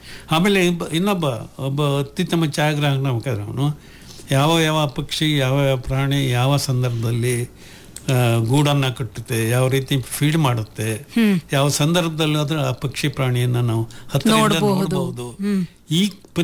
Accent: Chitradurga, Karnataka, India; ಇಲ್ಲ, ನನಗೆ ತುಂಬಾ ಖುಷಿ, ಯಾಕಂದ್ರೆ ನಾನು ಓದಿದ ಊರು ನಮ್ಮೂರು ಅನ್ನೋ ಹೆಮ್ಮೆ ನನಗಿದೆ. ನಾವು ನಿಮ್ಗೆ ಕರೆದಾಗೆಲ್ಲ ನಮ್ಮ ಚಿತ್ರದುರ್ಗ ಬರ್ಬೇಕಂತ ಭಾಳ ಆಸೆ ಇದೆ.

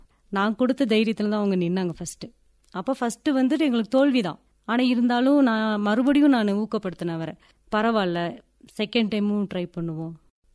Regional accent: Uthamapalayam, Tamil Nadu, India; moved away as an adult; now in Ooty, India; என்னோட சொந்த ஊர் வந்து உத்தமபாளையம், தேனி மாவட்டம். அப்பா அம்மாங்கெல்லாம் விவசாயம்தான். நான் 10th வரைக்கும் தான் படிச்சிருக்கேன். எனக்கு அரேஞ்சு மேரேஜ் ஆச்சு. கல்யாணம் பண்ணி கொடுத்தது வந்து ஊட்டியில்.

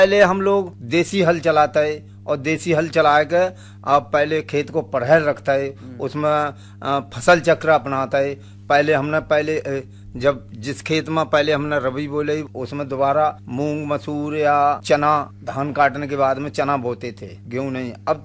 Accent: Nusratganj, Uttar Pradesh, India; हमारे गांव का नाम है नुसरतगंज

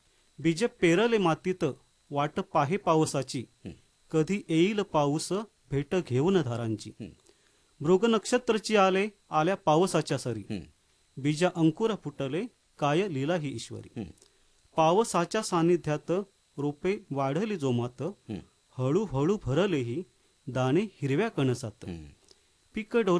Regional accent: Naringre, Maharashtra, India; moved away as an adult; now in Kankavli, India; गेली 20 वर्ष मी इथे कणकवलीमध्ये राहतोय. निमित्ताने बरीच वर्ष म्हणजे जन्मल्यापासून बरीच वर्ष मी नारिंगरेत राहतो, आमच्या गावातच.

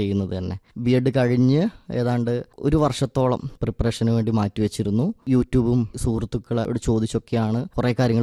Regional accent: Mokeri, Kerala, India; born or raised there

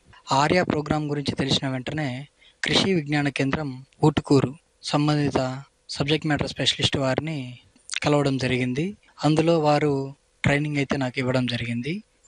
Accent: Akkalareddipalle, Andhra Pradesh, India; మాది వైఎస్ఆర్ కడప జిల్లా పూర్వామిల్ల మండలం అక్కలరెడ్డిపల్లె గ్రామం.

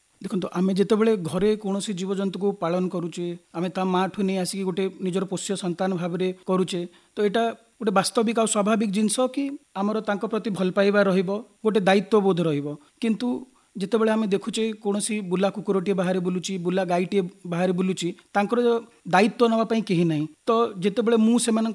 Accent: Bhawanipatna, Odisha, India; ମୋର ଘର ଭବାନୀପାଟଣା। ପେଶାରେ ମୁଁ ଜଣେ ଆଇନଜୀବୀ। କଳାହାଣ୍ଡି ଜିଲ୍ଲା ଓ ଦୌରାଜଜ କୋର୍ଟରେ ମୁଁ ଆଇନଜୀବୀ ଭାବରେ କାର୍ଯ୍ୟରତ ଅଛି।

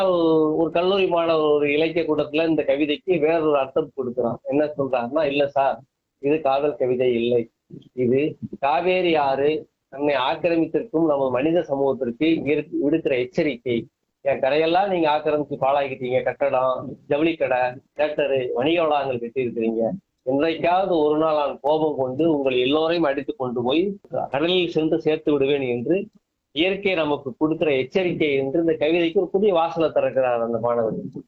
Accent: Rajapalayam, Tamil Nadu, India; born there; also born or lived in Siveri; சிவேரியில தான் என்னோட சொந்த ஊர் இல்லையா. ஆனா சிவேரியிலேயே பிறந்தேன், அங்கேயே படித்து அங்கேயே வளர்ந்திருந்தால் நிச்சயமாக கூத்தை எழுதியிருக்க மாட்டேன் நான். அந்த சிவேரியை விட்டு பஞ்சம் விளைப்பதற்காக அப்பா அம்மா காலத்திலே ராஜபாளையத்துக்கு வந்துட்டோம்.

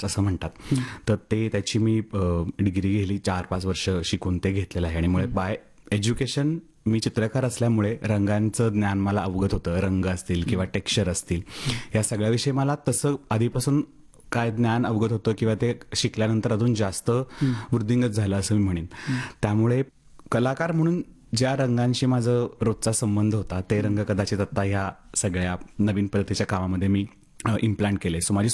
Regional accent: Shirwal, Maharashtra, India; माझं मूळ गाव पुण्यापासून 45 किलोमीटर असलेलं पुणे बँगलोर हायवेवरती शिरवळ नावाचं ऐतिहासिक गाव आहे आणि मला घरातनं खूप ऐतिहासिक वारसा पण आहे, कारण आमचा जवळजवळ शिवकालीन 400-450 वर्षापूर्वीचा वाडा आहे आणि त्या वाड्यातली माझी 17वी पिढी आहे

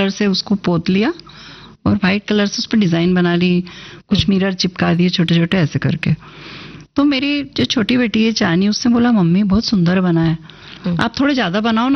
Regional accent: Madhya Pradesh, India; तो चूंकि मैं मालवा से हूँ तो मैंने एक पुस्तक मेरी मालवी बोली में

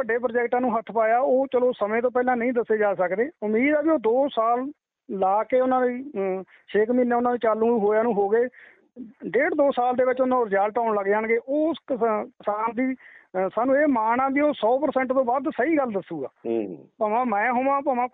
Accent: Dialpura Bhai Ka, Punjab, India; ਮੇਰਾ ਪਿੰਡ ਦਿਆਲਪੁਰਾ ਭਾਈ ਦਾ ਪਿੰਡ ਆ ਜੀ, ਜ਼ਿਲ੍ਹਾ ਬਠਿੰਡੇ ਦੇ ਵਿੱਚ ਆ, ਬਰਨਾਲਾ ਵਾਜਾ ਖਾਨਾ ਰੋਡ ਦੇ ਉੱਪਰ ਆ ਜੀ

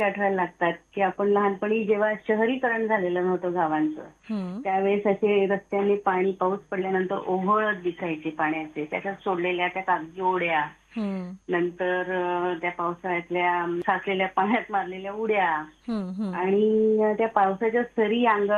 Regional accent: Nandurbar, Maharashtra, India; born there; मी तशी धुळे जिल्ह्यातली, नंदुरबार गाव माझं, आणि आता ते नंदुरबार जिल्हा झालाय

